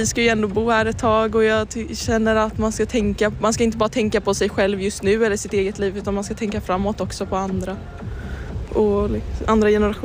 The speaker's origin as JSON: {"language": "Swedish", "town": "Kalmar", "region": "Kalmar County", "country": "Sweden", "said": "och jag är från Kalmar."}